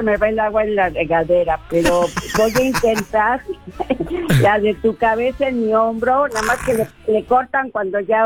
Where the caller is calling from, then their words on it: Mexico City, Mexico; De la zona de Coajimalpa, Santa Fe.